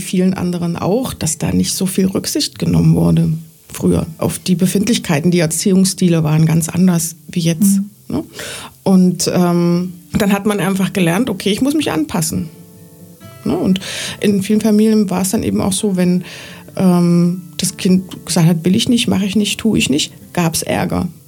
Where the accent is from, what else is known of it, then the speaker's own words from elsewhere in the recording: Germany; born there; Ich bin noch in der DDR geboren, ja.